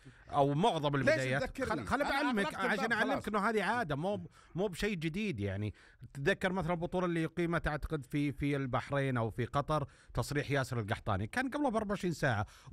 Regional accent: Saudi Arabia; إحنا كسعوديين

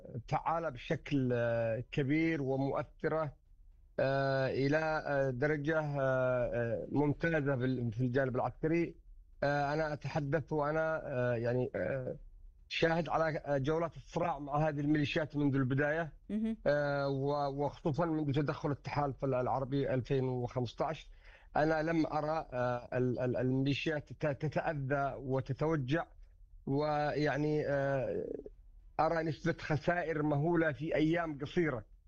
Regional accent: Yemen

